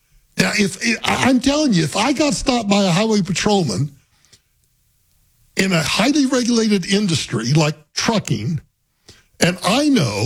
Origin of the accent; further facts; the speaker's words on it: Guymon, Oklahoma, United States; It involves, sadly to say, it involves my hometown in Guymon, Oklahoma.